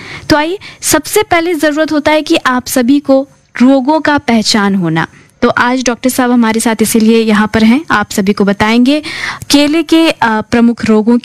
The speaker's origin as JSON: {"language": "Hindi", "region": "Bihar", "country": "India", "said": "हमारा सौभाग्य है कि हम बिहारी हैं"}